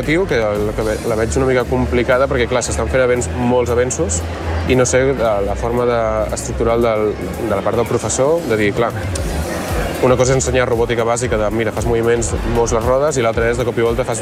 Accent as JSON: {"language": "Catalan", "town": "Mont-ras", "region": "Catalonia", "country": "Spain", "said": "Soc de Mont-ras, mm-hmm. I per tant quedava molt a prop"}